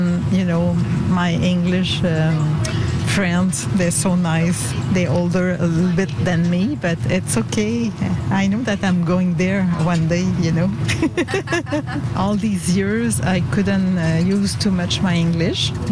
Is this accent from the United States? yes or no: no; Quebec City, Quebec, Canada; moved away as an adult; now in Rouyn-Noranda, Canada; No, I'm originally from Quebec, Quebec City. And I moved to Rouyn in 1983. Yeah, so my life is in Rouyn now.